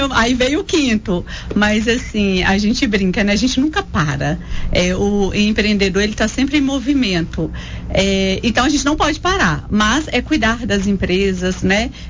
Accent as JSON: {"language": "Portuguese", "town": "Coronel Fabriciano", "region": "Minas Gerais", "country": "Brazil", "said": "Eu falei, não, eu sou de Fabriciano, é a minha cidade."}